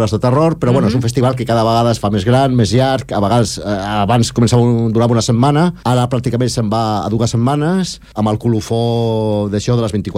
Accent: Barcelona, Catalonia, Spain; moved away as an adult; now in Esplugues de Llobregat, Spain; jo havia nascut a, bueno, vaig néixer a Barcelona i vivia al barri de les Corts. Llavors em vaig casar i és com vaig venir cap aquí.

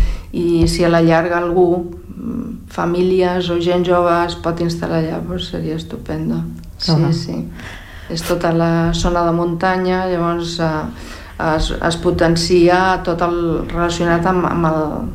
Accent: Castile, Spain; now in Catalonia, Spain; A veure, jo sóc d'allà, sóc castellana, però em sento catalana, clar, perquè he viscut aquí més que allà.

